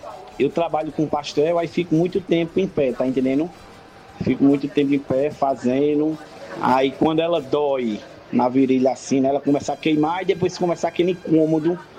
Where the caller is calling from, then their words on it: Caruaru, Pernambuco, Brazil; Eu sou aqui de Caruaru.